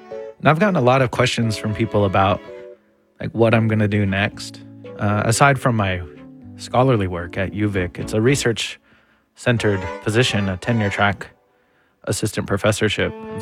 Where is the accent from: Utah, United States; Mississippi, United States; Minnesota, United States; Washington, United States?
Washington, United States; Taholah; I'm Quinault from Tahola on the mouth of the Quinault River.